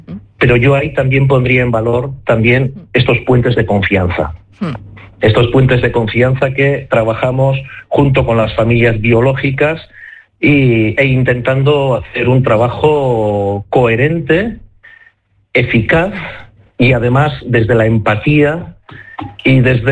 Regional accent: Basque Country, Spain; decir que vienes del País Vasco abre muchas puertas

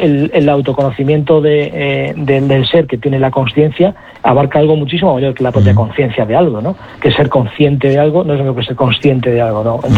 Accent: Galicia, Spain; me acuerdo paseando por la playa ahí en Galicia, en mi tierra

